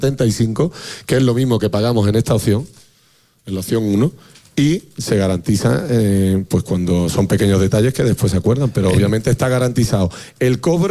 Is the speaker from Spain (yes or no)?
yes; Seville, Andalusia, Spain; afortunadamente somos de Sevilla